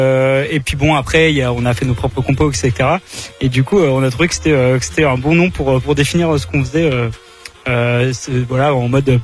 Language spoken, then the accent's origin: French; Redon, Brittany, France; Du pays de Redon, en Bretagne.